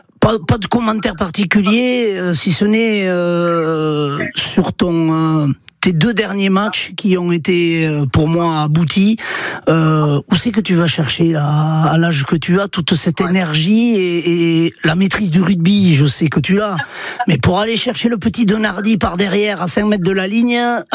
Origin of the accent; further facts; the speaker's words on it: Nouvelle-Aquitaine, France; tu sais que je suis landais, moi, donc bon, je suis ni d'Aquois ni Montois